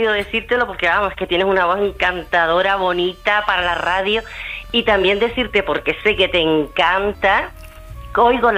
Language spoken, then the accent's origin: Spanish; Canary Islands, Spain; Yo que soy una canariona, yo estoy enamorada de mi tierra, porque soy una enamorada de mi tierra y de todas mis islas